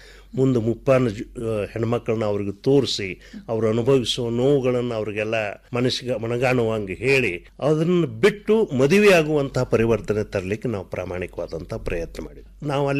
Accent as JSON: {"language": "Kannada", "region": "Karnataka", "country": "India", "tie": "born or raised there", "said": "ನನ್ನ ಊರಮ್ಮ ಮಲಬಾದ್ ಅಂತ ಅಥಣಿ ತಾಲೂಕಿನ ಹಳ್ಳಿ"}